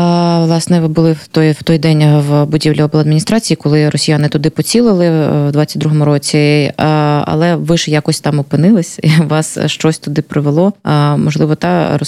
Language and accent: Ukrainian; Kharkiv, Kharkiv Oblast, Ukraine; вона, коли дізналася, що я з Харкова